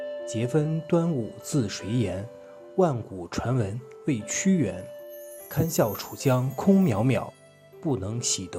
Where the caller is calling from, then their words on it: Hebei, China; 我是来自河北的